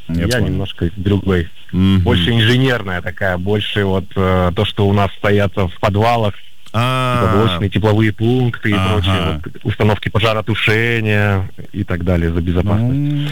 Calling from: Chelyabinsk, Chelyabinsk Oblast, Russia; Я из Челябинска

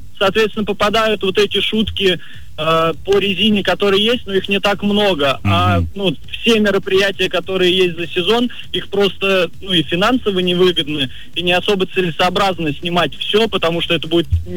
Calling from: Moscow, Russia; я из Москвы.

